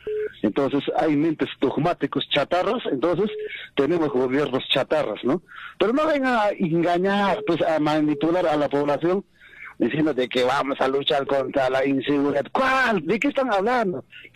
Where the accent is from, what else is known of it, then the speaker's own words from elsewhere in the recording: Peru; Quien va a defender la patria somos los peruanos, de verdad.